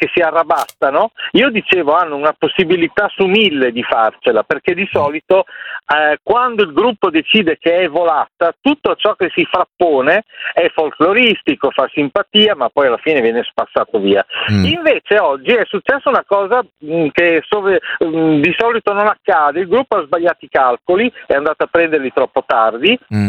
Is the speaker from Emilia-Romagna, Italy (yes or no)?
yes; Ferrara, Emilia-Romagna, Italy; perché vengo da Ferrara.